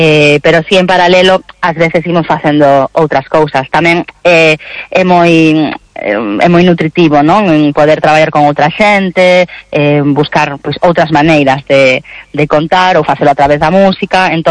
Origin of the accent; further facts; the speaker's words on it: Galicia, Spain; claro, a ver, nós tamén somos creadoras galegas, co cal sempre a nosa visión facemos dende a nosa idiosincrasia